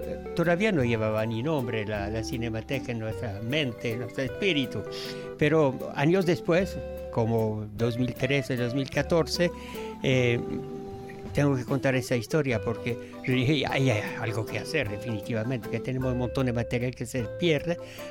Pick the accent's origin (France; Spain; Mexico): France; Spanish is a second language; moved away as an adult; now in Honduras; en mi país, como francés, tenemos una tradición sobre la memoria